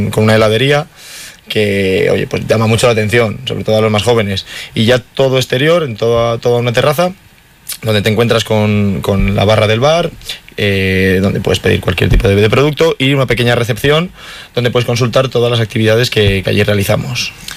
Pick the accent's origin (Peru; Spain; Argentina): Spain; Monzón de Campos, Castile and León; Nosotros somos de Monzón